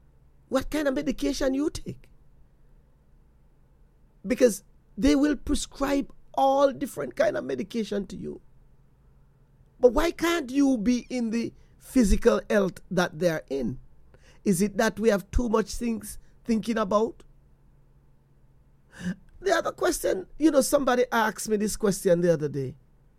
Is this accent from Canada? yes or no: no; Jamaica; now in United States; I mean, I remember growing up in Jamaica, I wasn't, my grandmother passed away.